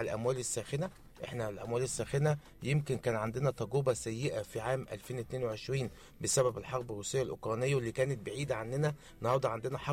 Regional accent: Egypt

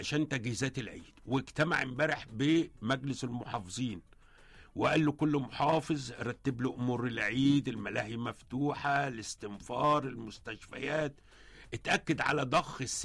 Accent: Egypt; احنا دي عادتنا كمصريين

